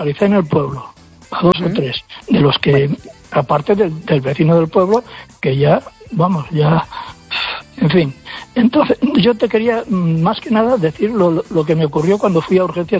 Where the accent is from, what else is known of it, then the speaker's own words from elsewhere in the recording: Fisterra, Galicia, Spain; estoy viviendo de alquiler a 50 kilómetros de mi pueblo. Yo soy de Fisterra, No os podéis imaginar la mafia y el terrorismo que existe en aquel pueblo.